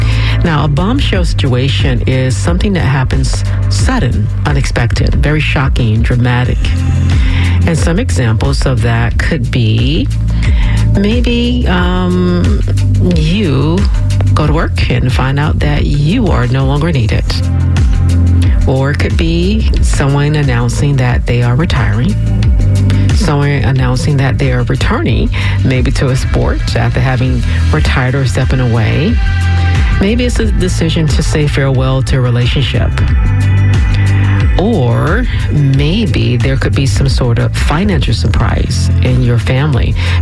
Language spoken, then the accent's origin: English; the South, United States; Now, I'm a little country, but I'm not a cowgirl. I am from the South, so it's all about that Southern hospitality. But I'm not a cowgirl, so I didn't grow up on a farm.